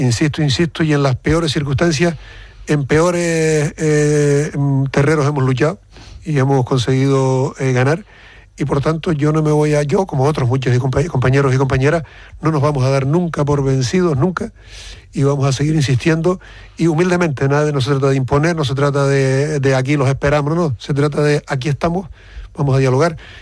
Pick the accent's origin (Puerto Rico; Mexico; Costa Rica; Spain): Spain; Canary Islands; Yo me siento canario de las ocho islas